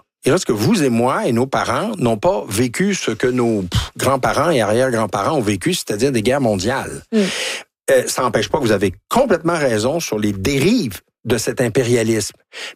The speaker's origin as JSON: {"language": "French", "country": "Canada", "said": "Ah ben oui, parce que regardez ce qui se passe."}